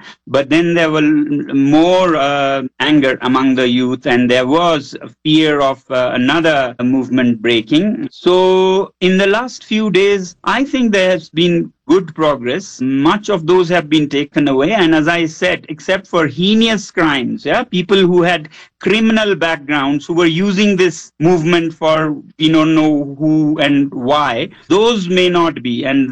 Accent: Ladakh, India; I come from Ladakh

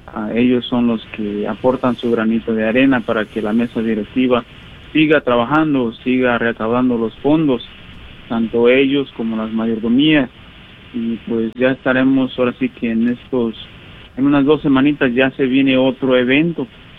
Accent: Tindú, Mexico; moved away; está enterrada en mi pueblo, en Tindú

